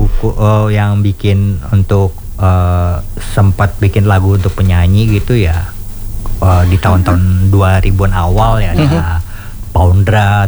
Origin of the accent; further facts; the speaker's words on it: Jakarta, Indonesia; Asli dari Jakarta, Indonesia lah